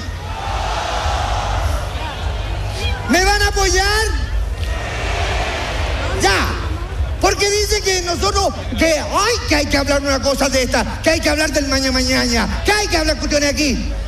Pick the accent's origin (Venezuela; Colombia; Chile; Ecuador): Chile; La Florida, Santiago Metropolitan Region; Yo soy de la Floriguana, o sea, de la Florida. Yo soy de ahí.